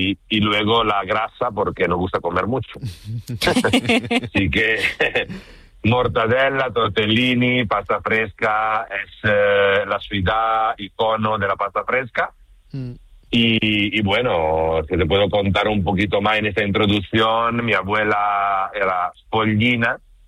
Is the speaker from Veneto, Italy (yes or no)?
no; Bologna, Emilia-Romagna, Italy; Spanish is a second language; now in Canary Islands, Spain; Yo personalmente soy de Bolonia, una ciudad pequeña, medieval